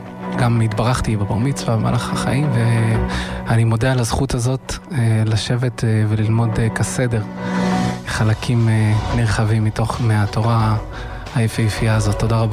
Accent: Jerusalem, Jerusalem District, Israel; now in Sharon, Israel; אב לחמישה, בן פורת יוסף. גדלתי בירושלים.

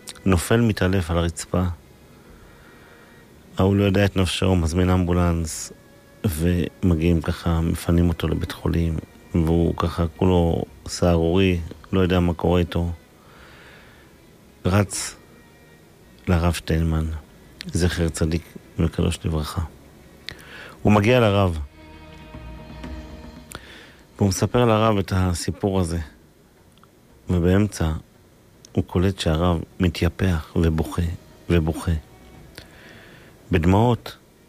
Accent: Safed, Northern District, Israel; מי שמכיר, גדלנו בצפת, בסמטאות, בניחוחות, בקדושה שאופפת את העיר הזו.

